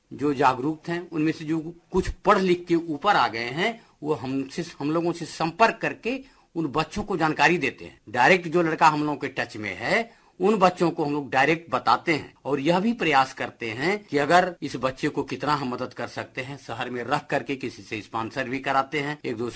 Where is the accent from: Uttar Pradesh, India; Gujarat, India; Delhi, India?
Uttar Pradesh, India; Dabariya; चंदौली जिले में धानापुर एक जगह है, धानापुर में एक गाँव है डबरिया, उस गाँव का मैं मूल रूप से निवासी हूँ।